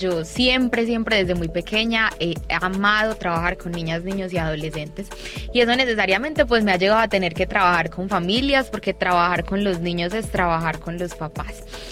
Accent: Medellín, Antioquia, Colombia; born there; Yo nací en Belén Rincón y desde hace 6 años soy catequista

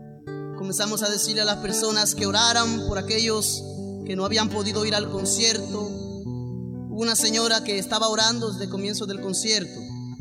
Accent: Dominican Republic; moved away; allá en mi país, República Dominicana

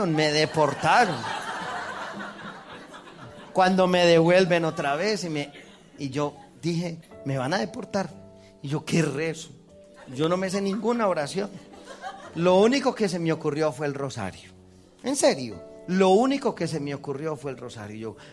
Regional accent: Colombia; Y yo dije, yo vengo de Colombia, los colombianos estamos locos, los carismáticos estamos...

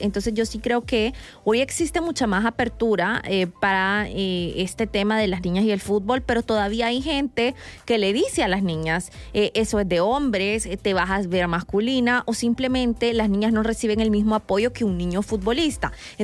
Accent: Mexico; yo creo que como mexicano querías algo que te representara

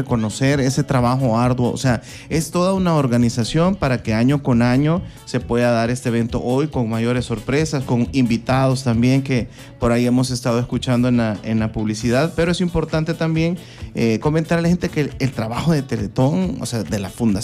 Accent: El Salvador; nosotros como salvadoreños

